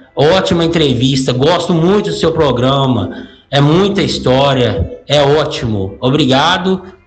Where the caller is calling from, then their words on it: Itabira, Minas Gerais, Brazil; da cidade de Itabira, do bairro Areião.